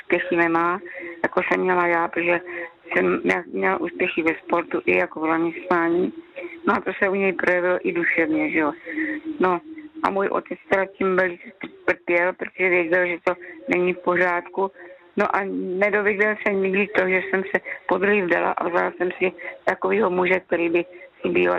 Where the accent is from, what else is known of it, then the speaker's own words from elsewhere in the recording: Svitavy, Pardubice Region, Czechia; also born or lived in Brno; my jsme teda Brňáci, že pak jsme se přestěhovali do Svíta po válce, jako táta byl textilák, takže tam se zaváděl hodně textil. Tak jsme se přestěhovali do Svíta, no a tím pádem já jsem tam i teda maturovala